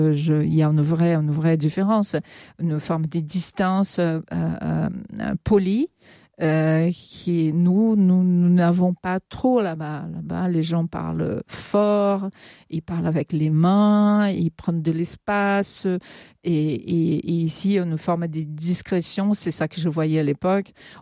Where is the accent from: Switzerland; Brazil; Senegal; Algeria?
Brazil; French is a second language; moved away as an adult; now in France